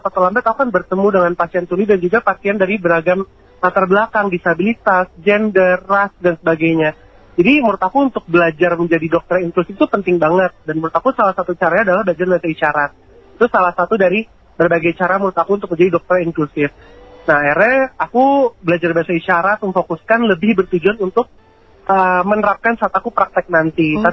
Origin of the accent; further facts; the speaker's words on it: Jakarta, Indonesia; first language Indonesian; bahasa ibu aku, yaitu bahasa Indonesia yang aku kan lahir besar di Jakarta kan ya.